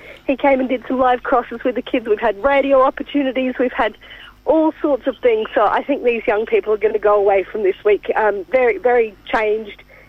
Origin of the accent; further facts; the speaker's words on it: South Australia, Australia; I hail from South Australia, back on the mainland.